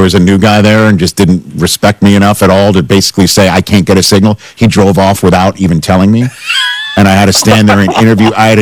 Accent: New York, United States; I'm some guy from New York sweating my ass off on that day

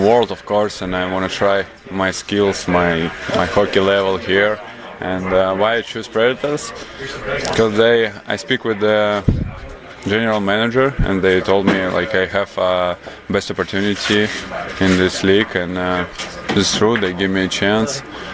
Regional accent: Zhlobin, Gomel Region, Belarus; English is a second language; moved away as an adult; also born or lived in Minsk, Belarus; Yeah, I born here in Zlobin.

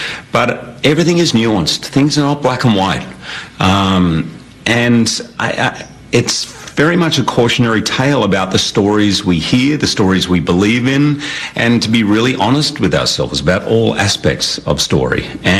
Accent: Australia; born or raised there

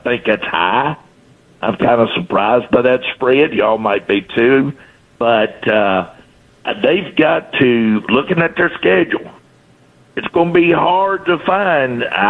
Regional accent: Nashville, Tennessee, United States; born there; now in Nolensville, United States; I've got to find my way from Nolensville to East Nashville. And my family started out growing up in East Nashville.

